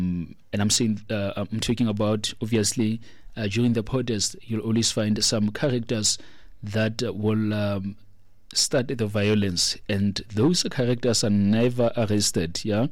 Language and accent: English; South Africa